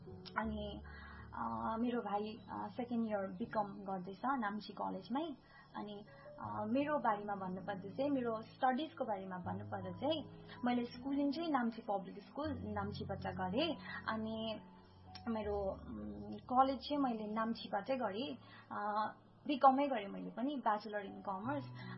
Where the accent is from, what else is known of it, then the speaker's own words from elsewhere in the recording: Ravangla, Sikkim, India; born there; मेरो I was born on 18 September 2000 सालमा राबोङला हस्पिटलमा म जन्मेको.